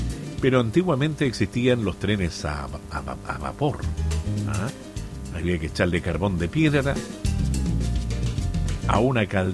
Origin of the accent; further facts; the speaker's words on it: Lebu, Biobío, Chile; mi tierra natal, Lebu